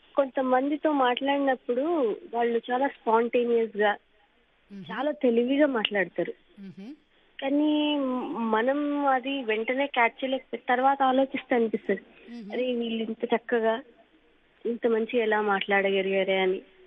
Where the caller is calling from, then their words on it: Hyderabad, Telangana, India; హైదరాబాద్ నుంచి.